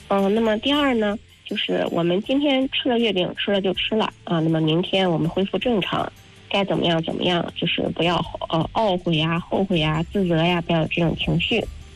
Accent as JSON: {"language": "Chinese", "country": "China", "said": "其实中秋节呀，是我们中国人民的一个大节"}